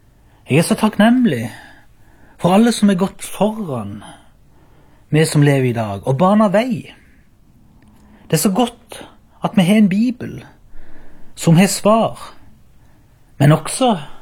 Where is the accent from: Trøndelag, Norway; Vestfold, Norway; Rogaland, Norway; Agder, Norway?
Agder, Norway; Byremo; jeg kommer fra Byremo, og jeg gjeng i menigheten Ebenezer Byremo.